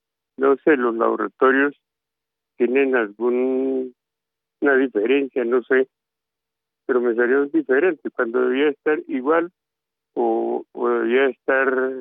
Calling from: Madrid, Cundinamarca, Colombia; la llamo de Madrid, Cundinamarca.

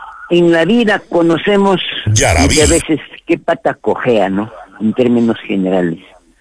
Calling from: Peru; viva el Perú, quiero a mi país. Yo soy auténtico como peruano.

